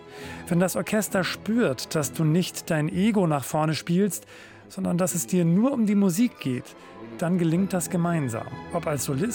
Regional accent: Chambéry, Auvergne-Rhône-Alpes, France; Ich habe mit 19 mein erstes Festival geplant in meiner Heimatstadt Chambéry.

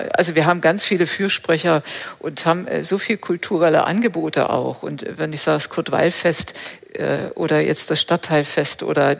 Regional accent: Berlin, Germany; moved away; ich bin ja in Berlin geboren und dort aufgewachsen

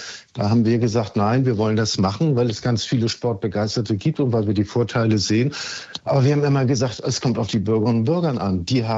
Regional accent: Hamburg, Germany; Ich als Hamburger

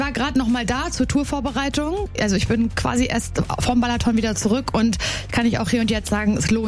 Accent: Parchim, Mecklenburg-Vorpommern, Germany; moved away; also so in den Ferien damals in der Kleinstadt, in MacPom. Ich komme ja aus Parchim

